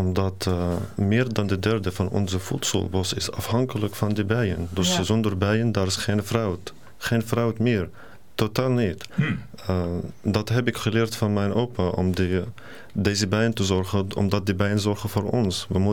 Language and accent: Dutch; Syria; Dutch is a second language; moved away as an adult; now in Netherlands; ik kom uit Syrië. Ik ben nu een statushouder. Ik heb in Syrië gestudeerd HBO en Agricultural Engineering.